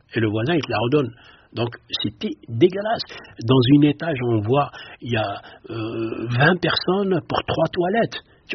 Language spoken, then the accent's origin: French; Algeria; moved away; on a quitté l'Algérie, on a pensé c'est fini, on ne les trouve plus, on les a trouvés dans le foyer.